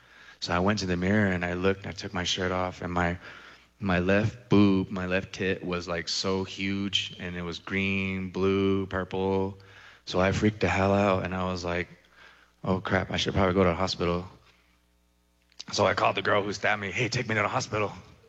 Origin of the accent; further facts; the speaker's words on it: Albuquerque, New Mexico, United States; They found out that I was from Albuquerque, but I'm full-blown Zuni.